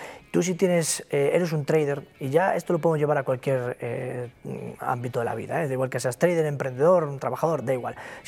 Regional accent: Galicia, Spain; accent: Galician; Yo soy gallego, se me nota por el acento.

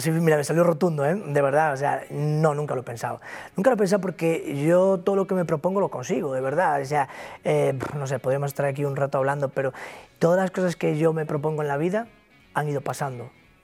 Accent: Galicia, Spain; accent: Galician; Yo soy gallego, se me nota por el acento.

